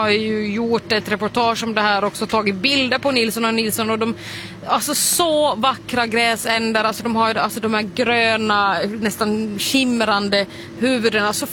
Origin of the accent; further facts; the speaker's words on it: Ostrobothnia, Finland; För där jag kommer ifrån, i Österbotten i Finland, där hade man ju aldrig kallat de här för ankor.